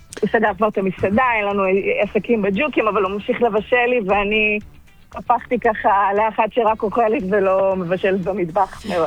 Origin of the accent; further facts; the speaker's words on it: Turkey; now in Israel; אני עליתי לארץ ב-1999. מאיפה? עולה חדשה מטורקיה.